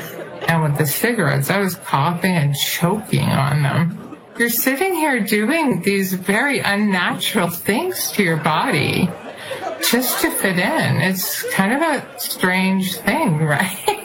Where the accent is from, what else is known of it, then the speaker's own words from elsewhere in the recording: New Hampshire, United States; I grew up in New Hampshire and near that small piece of coastline that New Hampshire has, so kind of a small-time girl.